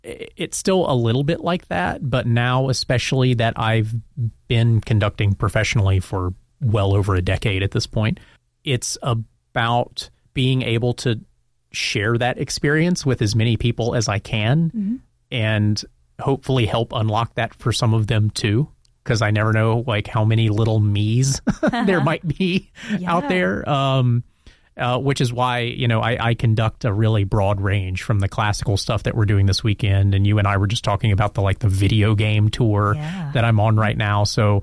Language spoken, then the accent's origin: English; North Carolina, United States; So I'm from North Carolina, and my wife and I live there with our dogs now.